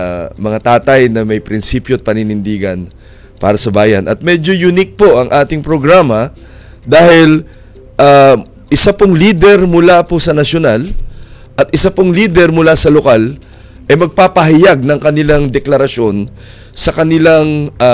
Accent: Pasig, Metro Manila, Philippines; sa bayan namin sa Pasig

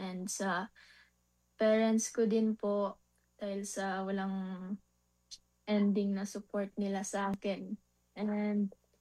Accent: Cotabato province, Soccsksargen, Philippines; sa Blang, sa province ko, sa Cotabato province

